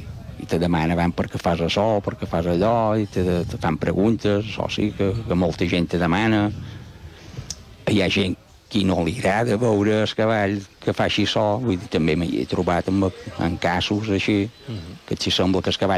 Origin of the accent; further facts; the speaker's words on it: Ciutadella, Balearic Islands, Spain; Jo vaig començar a Ciutadella, som de Ciutadella, i vaig començar allà.